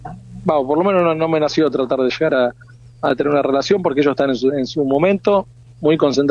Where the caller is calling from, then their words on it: Argentina; acá somos todos argentinos